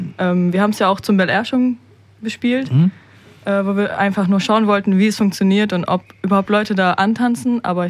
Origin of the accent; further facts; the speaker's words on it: Rüsselsheim, Hesse, Germany; Ja, also ich bin auch hier in Rüsselsheim aufgewachsen und groß geworden.